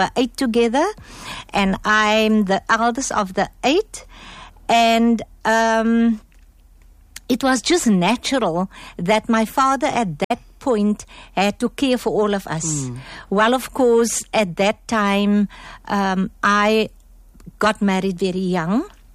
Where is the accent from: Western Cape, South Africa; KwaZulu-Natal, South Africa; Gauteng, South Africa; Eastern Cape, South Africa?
Western Cape, South Africa; Cape Town; also born or lived in District Six, Cape Town / Goodwood, Cape Town; We moved to Goodwood. And thereafter, we moved to Bridgetown, where we stayed up till this moment.